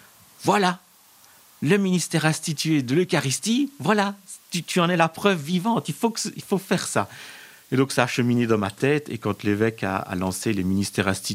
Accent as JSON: {"language": "French", "region": "Wallonia", "country": "Belgium", "said": "Et donc, je suis issu de l'AS Bay, de la région de Hannu."}